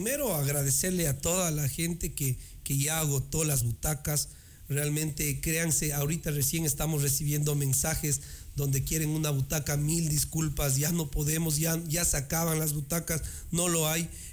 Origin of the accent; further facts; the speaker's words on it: Baños de Agua Santa, Tungurahua, Ecuador; somos gente de Baños